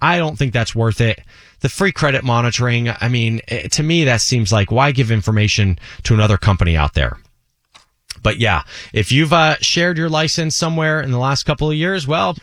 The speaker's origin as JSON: {"language": "English", "region": "New Jersey", "country": "United States", "tie": "born or raised there", "said": "I grew up at those Twin Towers. I could see them from my street where I grew up in New Jersey, and they were just a symbol of America's greatness."}